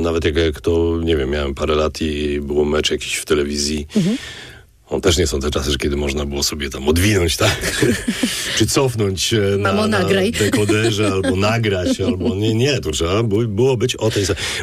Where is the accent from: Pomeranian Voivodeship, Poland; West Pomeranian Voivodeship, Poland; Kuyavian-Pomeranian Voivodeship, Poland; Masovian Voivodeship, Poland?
Masovian Voivodeship, Poland; Warsaw; born there; Ja wychowywałem się na targówku przez parę lat